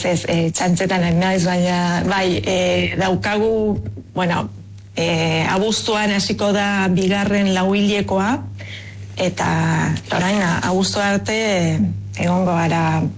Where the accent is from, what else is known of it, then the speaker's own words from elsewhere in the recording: Argentina; born there; Basque is a second language; ni Argentinan jaioa naiz, euskaldun berria